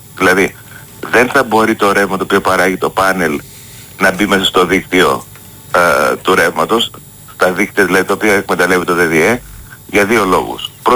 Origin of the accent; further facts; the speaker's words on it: Greece; γιατί είμαστε ωραίοι ως Έλληνες